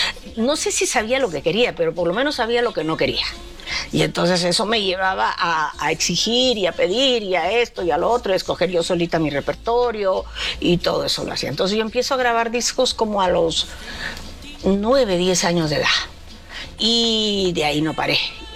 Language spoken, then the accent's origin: Spanish; Chiclayo, Lambayeque, Peru; a los 7 ya andaba yo en todos los concursos de aficionados de mi tierra natal, allá en el norte del Perú, en Chiclayo.